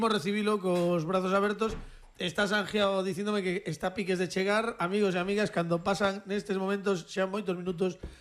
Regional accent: Vigo, Galicia, Spain; Non, es que somos de Vigo, que hai pouco

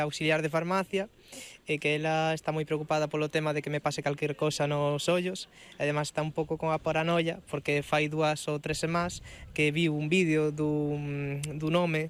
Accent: Vigo, Galicia, Spain; Somos de Vigo

